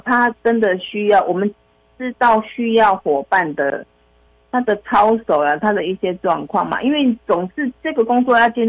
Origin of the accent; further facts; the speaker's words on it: Kaohsiung, Taiwan; 我是来自高雄的